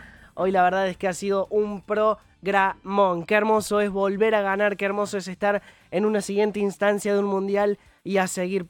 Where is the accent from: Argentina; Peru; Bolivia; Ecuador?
Argentina